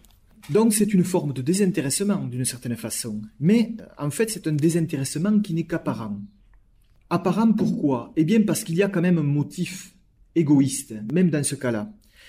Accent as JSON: {"language": "French", "town": "Mazamet", "region": "Occitanie", "country": "France", "tie": "born or raised there", "said": "Moi, je suis originaire de Mazamet, dans le Tarn, qui est une ville protestante, et mes ancêtres étaient patronnes d'usines, donc je sais de quoi je parle, protestants."}